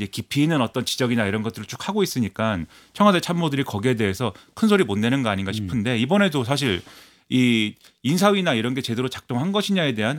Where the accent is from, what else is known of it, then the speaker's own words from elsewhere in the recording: Suwon, Gyeonggi Province, South Korea; 제 수원 출신이니까